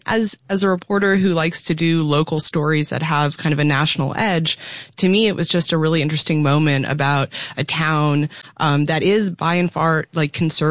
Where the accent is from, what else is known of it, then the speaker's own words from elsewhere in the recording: Nashville, Tennessee, United States; Yeah, I'm from Nashville, so this is, an hour and a half away.